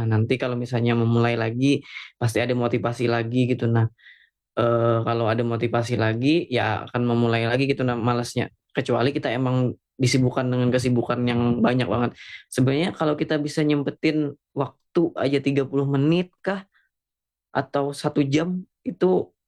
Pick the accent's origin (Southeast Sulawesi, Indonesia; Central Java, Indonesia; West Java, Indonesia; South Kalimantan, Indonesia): South Kalimantan, Indonesia; kita orang Kalimantan Selatan